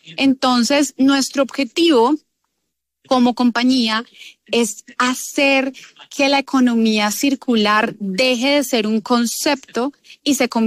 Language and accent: Spanish; Bogotá, Colombia; yo nací en Bogotá, he vivido acá todo el tiempo